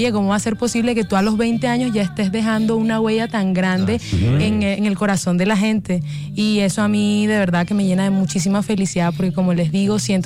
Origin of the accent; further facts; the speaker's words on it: Fonseca, La Guajira, Colombia; yo soy de Fonseca, la tierra de cantores. Se nos viene el Festival del Retorno, que le llamamos, del 28 al 30 de agosto.